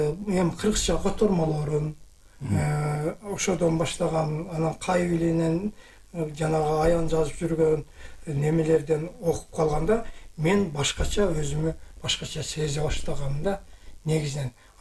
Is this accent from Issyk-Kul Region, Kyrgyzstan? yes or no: no; Alay, Osh Region, Kyrgyzstan; born there; Алайда туулган.